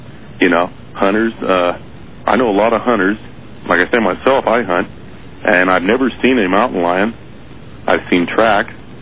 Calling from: Oregon, United States; in Oregon.

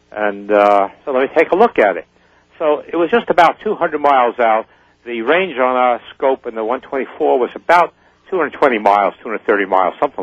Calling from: New Jersey, United States; I live in New Jersey.

